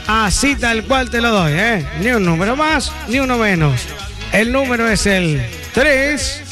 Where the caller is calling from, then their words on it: Río Ceballos, Córdoba, Argentina; de Río Ceballos.